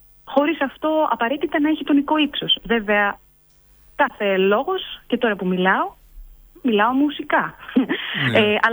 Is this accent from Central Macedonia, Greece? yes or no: no; Crete, Greece; Εγώ μόλις ολοκλήρωσα μία περιοδία εδώ στην Κρήτη, στην πατρίδα μου